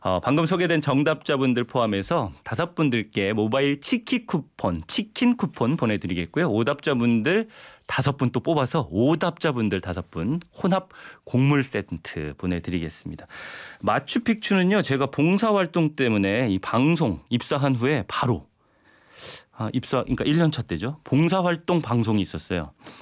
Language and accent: Korean; Chungcheong, South Korea; 저도 충청도 사람이라서